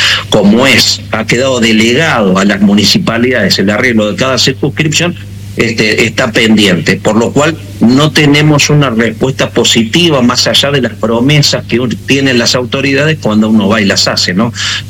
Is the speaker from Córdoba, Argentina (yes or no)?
yes; Córdoba, Argentina; En Córdoba, soy de Córdoba, sí